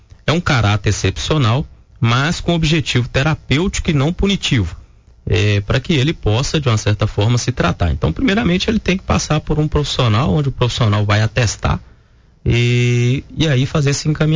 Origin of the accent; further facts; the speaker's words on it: Coronel Fabriciano, Minas Gerais, Brazil; eu sou do Vale do Aço, nascido e criado no Vale do Aço, Coronel Fabriciano